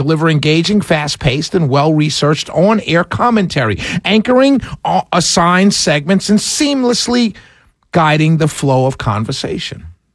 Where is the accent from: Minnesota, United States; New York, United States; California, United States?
New York, United States; New York City; now in Atlanta, United States; born and raised in New York City, Harlem, a little village called Harlem in New York City. I've been down here about 27, 28 years. I love Atlanta. I love Georgia.